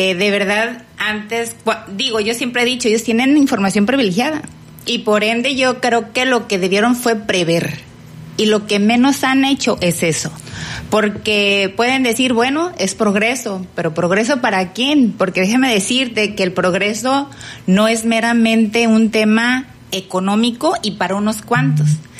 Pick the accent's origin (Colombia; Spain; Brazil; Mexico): Mexico; Jalipa, Colima; yo que soy oriunda de Jalipa, que he conocido su flora, su fauna, su río, su todo